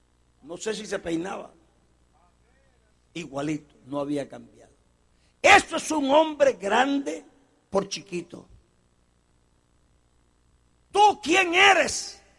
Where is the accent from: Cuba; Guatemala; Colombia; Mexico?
Colombia; Los colombianos somos gentiles.